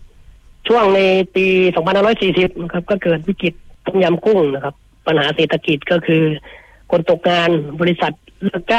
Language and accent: Thai; Kanchanaburi, Thailand; moved away as an adult; also born or lived in Bangkok; now in Chiang Rai, Thailand; ผมเป็นภูมิลำเนานะครับอยู่ที่จังหวัดกาญจนบุรีนะครับเกิดเป็นคนกาญจนบุรีแล้วก็ได้ไปทำงานที่กรุงเทพมหานครนะครับหลังจากเรียนจบก็ไปทำงานที่กรุงเทพมหานคร